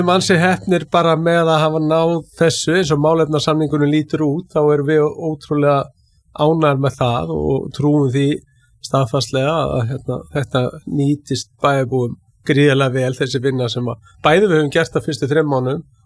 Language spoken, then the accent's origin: Icelandic; Keflavík, Southern Peninsula, Iceland; Jú, sko, ég er heim megin við, en, jú, ég er Keflvíkingur og hérna við eigum auðvitað, hérna, Keflavík og Njarðvík